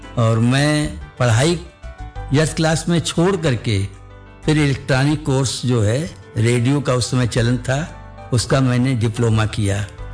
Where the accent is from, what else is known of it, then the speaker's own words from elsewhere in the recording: Mehnagar, Uttar Pradesh, India; वैसे मैं मूलतः आजमगढ़ जनपद के मेहनगर बाजार का रहने वाला था